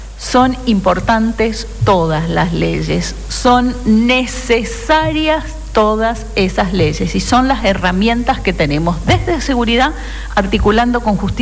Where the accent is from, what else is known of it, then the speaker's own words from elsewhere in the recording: Argentina; una asignatura pendiente que teníamos como argentinos